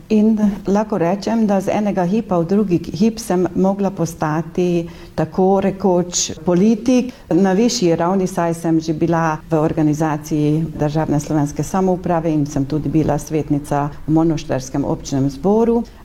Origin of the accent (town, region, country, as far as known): Vas, Hungary